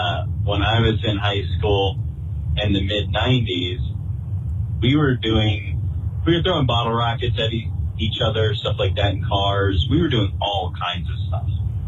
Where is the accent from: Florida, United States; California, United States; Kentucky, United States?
Florida, United States; I was born and raised in Florida.